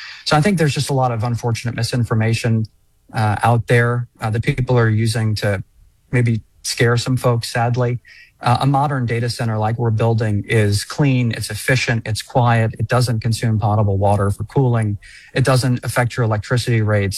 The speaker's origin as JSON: {"language": "English", "town": "New Orleans", "region": "Louisiana", "country": "United States", "tie": "born or raised there", "moved": "yes", "said": "I grew up in New Orleans"}